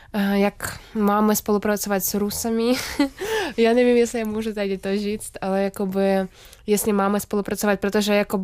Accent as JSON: {"language": "Czech", "region": "Kyiv", "country": "Ukraine", "second_language": "Czech", "moved": "as an adult", "lives_now": "Prague, Czechia", "said": "já jsem původně z Kyjeva"}